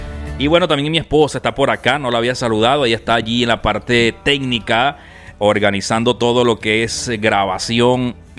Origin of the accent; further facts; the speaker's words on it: Venezuela; moved away; como decimos allá en Venezuela